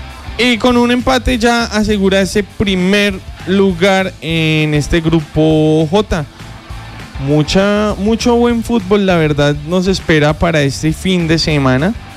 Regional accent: Colombia

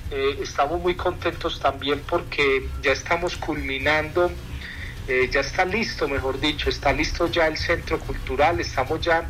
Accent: Antioquia, Colombia

